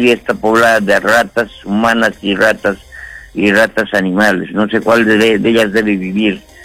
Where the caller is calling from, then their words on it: Cerro Colorado, Arequipa, Peru; yo vivo en Cerro Colorado. Acá en Cerro Colorado hay muchas obras que hacer.